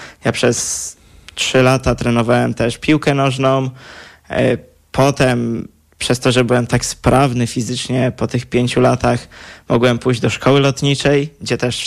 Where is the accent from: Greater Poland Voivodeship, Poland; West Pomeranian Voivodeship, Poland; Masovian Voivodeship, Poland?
Greater Poland Voivodeship, Poland; Poznań; Tak, jestem z Poznania.